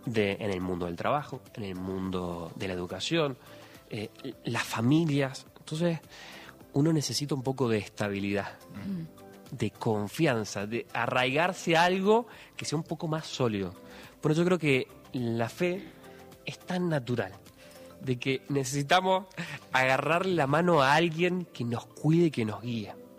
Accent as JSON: {"language": "Spanish", "country": "Argentina"}